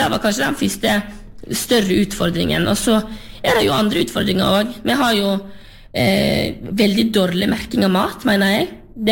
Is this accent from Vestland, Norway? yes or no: yes; Sørheim, Vestland, Norway; Jeg kommer jo fra Sørheim, på sørsiden av Lustrafjorden, og etter hvert som jeg har vært større, så oppdaget jeg jo at verden er større enn Sørheim